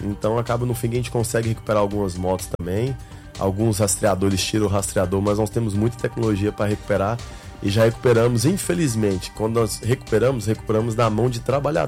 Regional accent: Goiânia, Goiás, Brazil; now in Fortaleza, Brazil; lá em Goiânia, por exemplo, onde nós temos operação também, que é a minha terra.

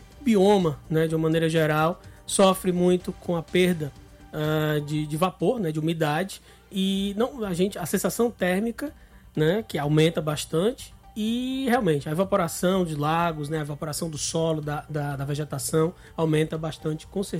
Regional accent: Ceará, Brazil; Como nós cearenses falamos

